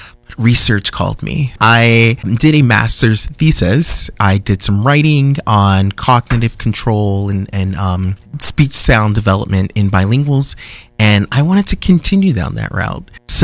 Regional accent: West Covina, California, United States; So I grew up in the San Gabriel Valley in West Covina

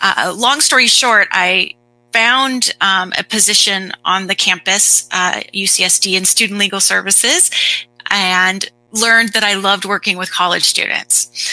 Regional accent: California, United States; And I grew up in Southern California

